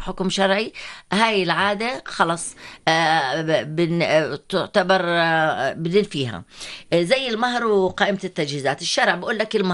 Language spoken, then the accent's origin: Arabic; Jordan; احنا عندنا بالاردن مثلا في مقدم ومؤخر